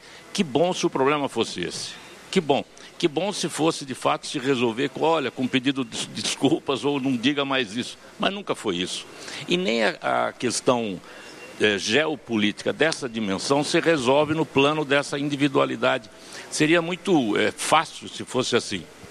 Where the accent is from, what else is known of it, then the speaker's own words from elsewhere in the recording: Brazil; Eu, como brasileiro